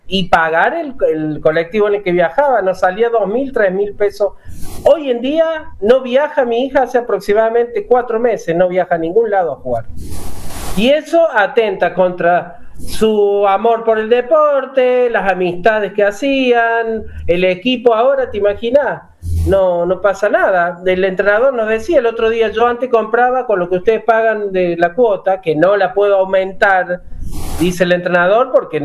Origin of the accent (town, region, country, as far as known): Villa Mercedes, San Luis, Argentina